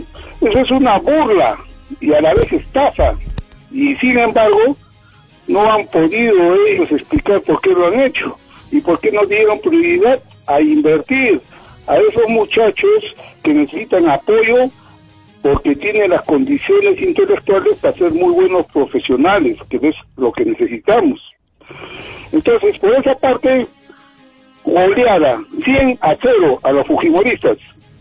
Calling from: Arequipa, Peru; hablo de Cono Norte.

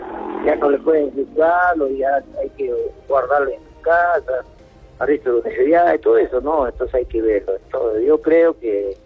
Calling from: Arequipa, Peru

